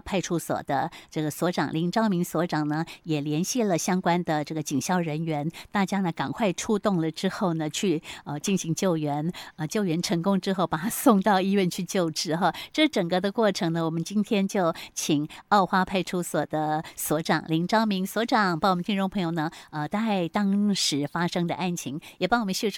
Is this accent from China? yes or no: no; Taiwan; 我们台湾人